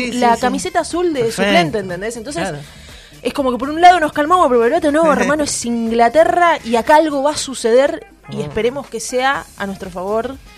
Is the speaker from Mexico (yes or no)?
no; Argentina